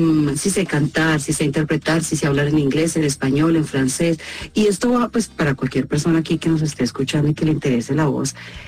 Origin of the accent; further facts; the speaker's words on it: Colombia; para mí es un orgullo como colombiana